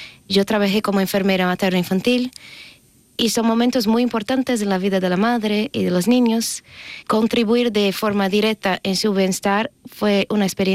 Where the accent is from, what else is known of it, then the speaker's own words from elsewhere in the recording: Brazil; moved away; Yo soy brasileña y tengo 25 años.